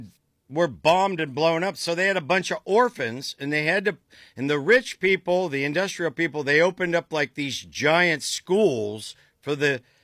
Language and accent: English; United States; I'm from Amish country.